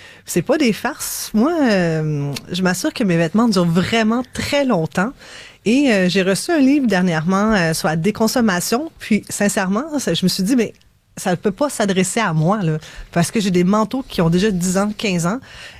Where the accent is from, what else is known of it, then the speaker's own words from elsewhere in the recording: Canada; chez nous, au Canada